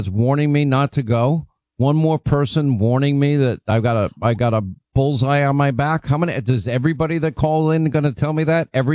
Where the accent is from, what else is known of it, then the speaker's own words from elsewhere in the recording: Franklin Square, New York, United States; I'm just I'm a kid from Franklin Square, Long Island, New York.